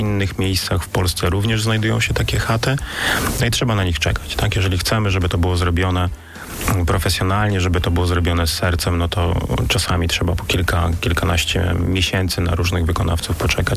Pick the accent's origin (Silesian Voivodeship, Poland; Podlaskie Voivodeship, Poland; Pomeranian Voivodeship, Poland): Pomeranian Voivodeship, Poland; Gdańsk; born there; Urodziłem się w Gdańsku, ale dużo podróżowałem. Często zmieniałem miejsce zamieszkania i nagle pojawiłem się na Wyspie Sobieszewskiej i odkryłem swoją małą ojczyznę.